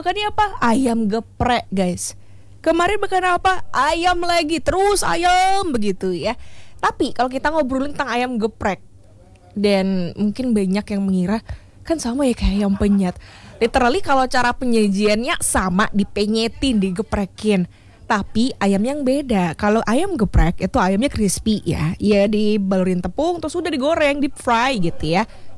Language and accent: Indonesian; Bali, Indonesia; Kalau kita orang Bali bilang bumbu jangkep begitu ya.